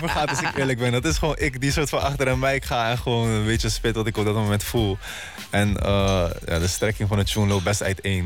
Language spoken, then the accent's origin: Dutch; The Hague, South Holland, Netherlands; Ik kom zelf uit Laak.